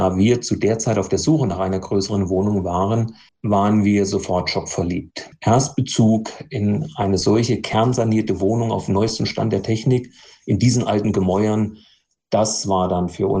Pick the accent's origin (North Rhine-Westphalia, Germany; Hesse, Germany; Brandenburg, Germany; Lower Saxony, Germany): Hesse, Germany; Lispenhausen; Ich bin in Lispenhausen aufgewachsen